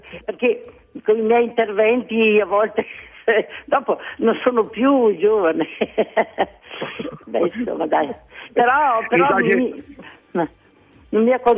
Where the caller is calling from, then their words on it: San Pietro di Lavagno, Veneto, Italy; Sono di San Pietro di Lavagno.